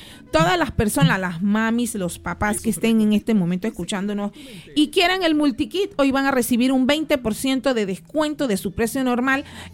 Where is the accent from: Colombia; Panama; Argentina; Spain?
Panama; de mi parte, como profesional, como panameña, quiera un consejo antes de vacunar a sus hijos, busquen información.